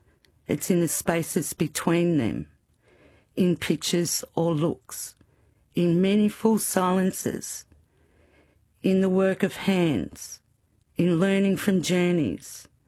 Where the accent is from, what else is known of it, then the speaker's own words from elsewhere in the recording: Victoria, Australia; first language English; Dangwarang is the first people of the mountains and rivers.